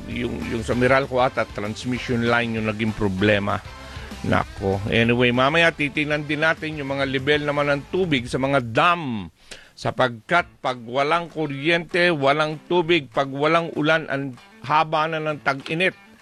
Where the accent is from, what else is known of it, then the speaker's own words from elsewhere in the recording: Oriental Mindoro, Philippines; Doon sa amin sa Oriental Mindoro